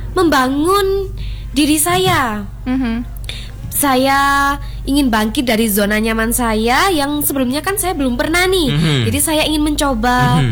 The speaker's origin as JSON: {"language": "Indonesian", "town": "Malang", "region": "East Java", "country": "Indonesia", "said": "Asal saya dari Desa Baliarjo, Kecamatan Pagelaran, Kabupaten Malang."}